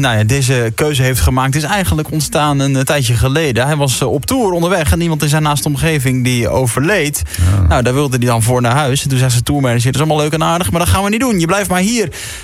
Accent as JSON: {"language": "Dutch", "country": "Netherlands", "said": "dat vinden we toch als Nederlanders mooi"}